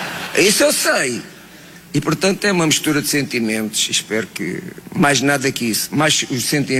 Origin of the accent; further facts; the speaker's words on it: Portugal; Sou português, amo o meu país.